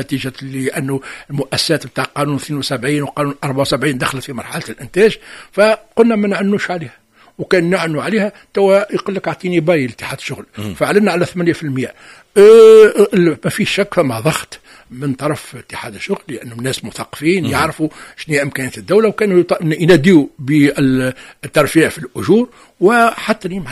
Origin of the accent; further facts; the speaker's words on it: Tunisia; بالنسبة لنا احنا قراب من ليبيا وقراب من الجزائر